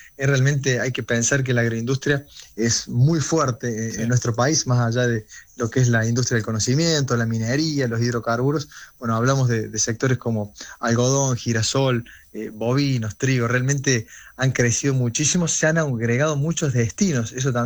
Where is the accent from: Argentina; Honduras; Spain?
Argentina